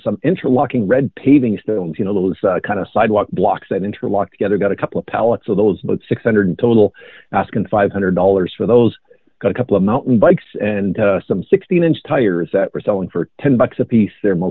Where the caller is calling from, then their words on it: Lorette, Manitoba, Canada; Calling from near Lorette.